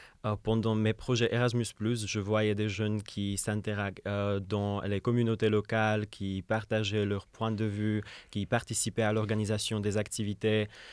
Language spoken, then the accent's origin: French; Czechia; French is a second language; moved away as an adult; also born or lived in Lyon, France; now in France; j'ai 21 ans, je viens de la République tchèque et je suis volontaire à la Maison de l'Europe et des Européens de l'Inde.